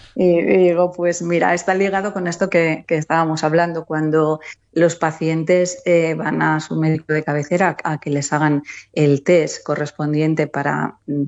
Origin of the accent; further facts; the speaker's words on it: Soria, Castile and León, Spain; pero hoy me ha tocado Soria, que es mi tierra, mi casa.